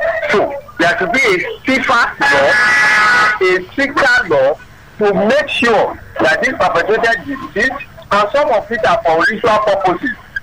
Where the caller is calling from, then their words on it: Osun, Nigeria; calling from Oshun.